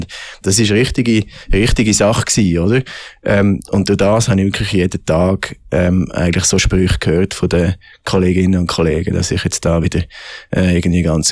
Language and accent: German; Bern, Switzerland; born there; also born or lived in Zürich; Ich bin in Bern geboren, genau. Bin dann bis im Kindergarten bei da gewesen. Mein Vater ist Pfarrer, meine Mutter Lehrerin. Und ja, eigentlich die grosse Änderung ist gewesen, wo wir dann ins Zürichbiet sind gezügelt.